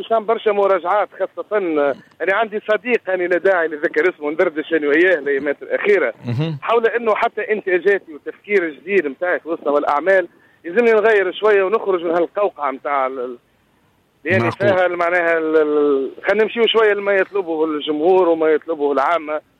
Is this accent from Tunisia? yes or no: yes; Kalaa Kebira, Sousse Governorate, Tunisia; كذلك عندنا في القلعة الكبرى زاد عندنا بعض العروض الممتازة في مسرح الدين معيوف والعرض الهندي امبارح،